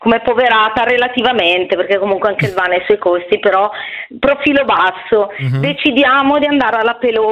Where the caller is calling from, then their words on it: Bergamo, Lombardy, Italy; Ok, ciao, sono da Bergamo.